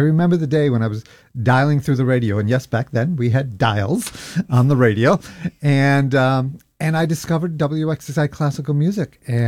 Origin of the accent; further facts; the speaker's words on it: Brockport, New York, United States; I grew up out in Brockport. You know, my parents were working class parents.